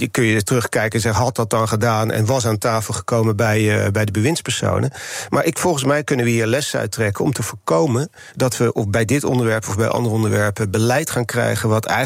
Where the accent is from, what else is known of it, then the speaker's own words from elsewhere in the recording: Delft, South Holland, Netherlands; born there; ik ben trouwens geboren in Delft.